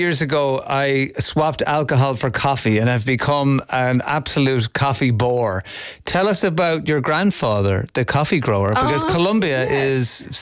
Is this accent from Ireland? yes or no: yes; Ireland; as Irish people